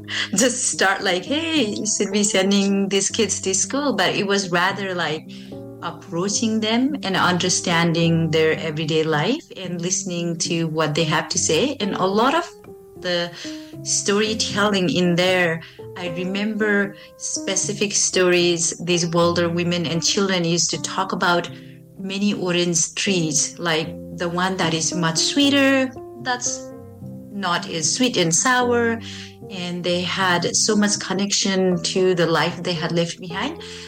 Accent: Nepal; moved away as an adult; now in St. Albert, Canada

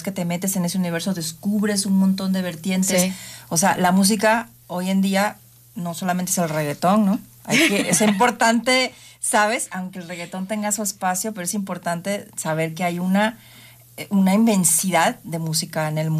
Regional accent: Mexico; No, yo soy completamente mexicana.

